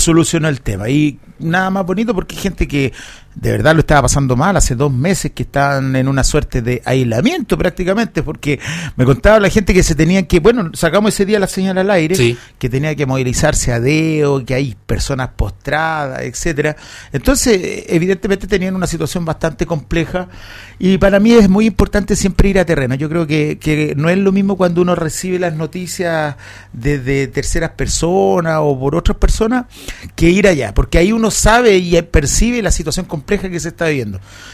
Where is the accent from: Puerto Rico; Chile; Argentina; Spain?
Chile; Los Andes Province, Valparaíso; Yo soy andino